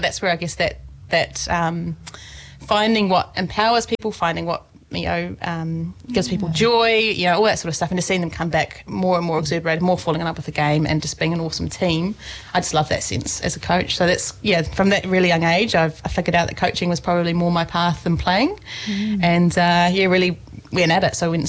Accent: Christchurch, Canterbury, New Zealand; also born or lived in Palmerston North; born in Palmy, but raised in Christchurch. Okay. Moved when I was about three. So don't remember a whole lot about it, but I've got a claim there in Palmy. Raised in Christchurch

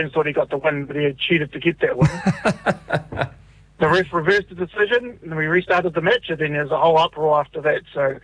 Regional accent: Whanganui, Manawatū-Whanganui, New Zealand; You think of, we come from Whanganui, and then you've got New Plymouth in between.

